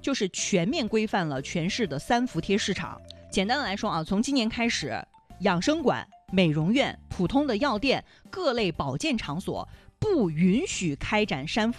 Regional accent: Changsha, Hunan, China; 咱们长沙人啊

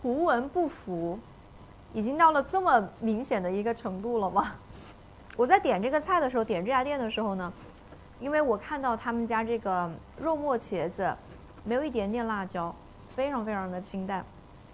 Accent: Hunan, China; 作为一个湖南人，常年就是吃辣的人

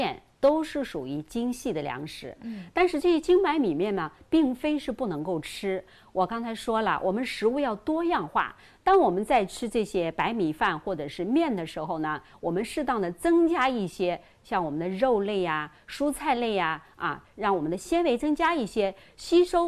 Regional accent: Changsha, Hunan, China; 粉既然是我们长沙人的最爱

